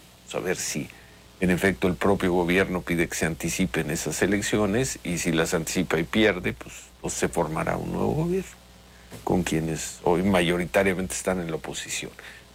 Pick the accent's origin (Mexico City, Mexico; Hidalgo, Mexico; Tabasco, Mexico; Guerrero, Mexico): Mexico City, Mexico; now in Madrid, Spain; crecimos viendo campamentos, sí, en el Zócalo y por todos lados